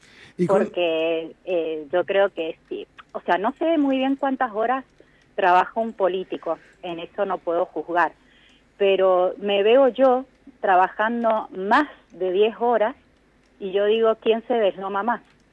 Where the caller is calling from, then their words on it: Rodeo de la Cruz, Mendoza, Argentina; Soy de Rodeo de la Cruz.